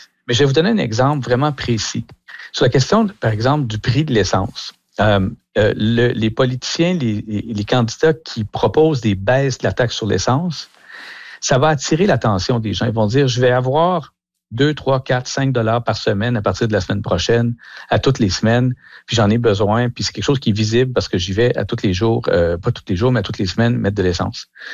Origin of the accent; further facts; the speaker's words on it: Canada; chez nous au Canada